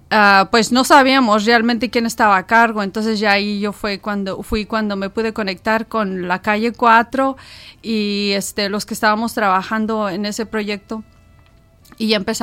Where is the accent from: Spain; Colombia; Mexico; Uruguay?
Mexico; now in Louisville, Kentucky, United States; Muy personal porque soy mexicana.